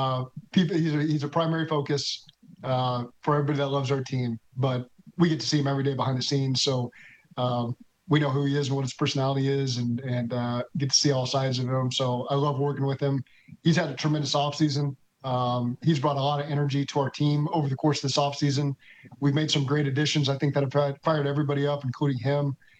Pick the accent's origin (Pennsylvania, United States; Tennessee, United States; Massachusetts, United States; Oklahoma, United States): Oklahoma, United States; You know, I'm not from New York. I'm from Oklahoma, but it was fun to watch that fan base get to enjoy that.